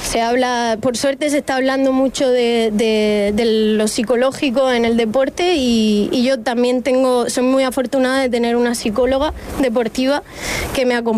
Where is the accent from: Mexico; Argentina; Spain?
Spain; Los Alcázares, Region of Murcia; Yo soy más de Los Narejos